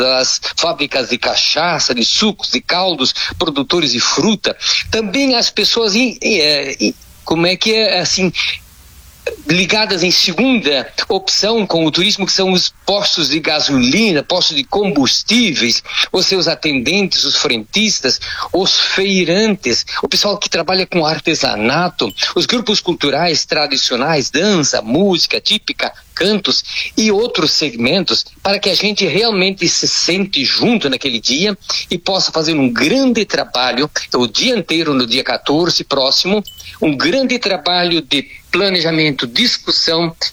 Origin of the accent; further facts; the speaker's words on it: Brazil; nós, como brasileiros